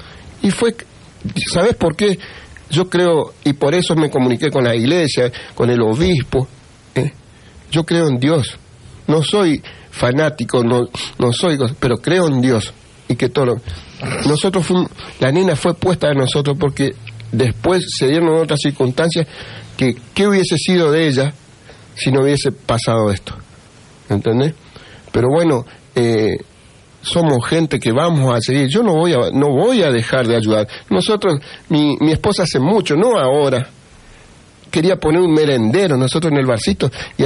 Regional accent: Vera, Santa Fe, Argentina; yo me crié en una familia en Vera, porque yo soy de Vera

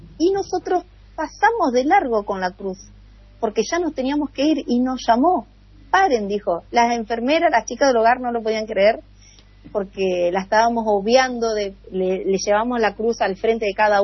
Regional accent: Santo Tomé, Santa Fe, Argentina; Bueno, acá cerca tenemos a Paraná, así que siempre estamos con la gente de Entre Ríos, de Santa Fe. Yo soy de Santo Tomé, pero hay muchos integrantes que son de Santa Fe.

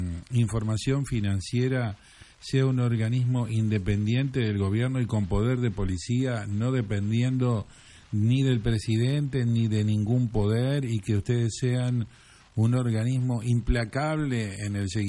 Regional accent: Argentina

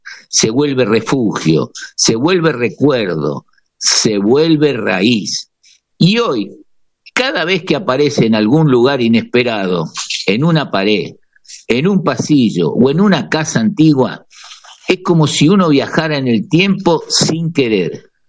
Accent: Argentina; De lo que somos los argentinos

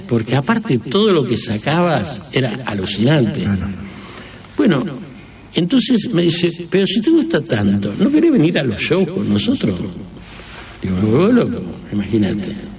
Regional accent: Buenos Aires, Argentina; Yo soy de... nací en Villa Crespo, me crié toda la vida en Villa Crespo, pero mi club social era Gimnasia Esgrima, que tenía carnavales.

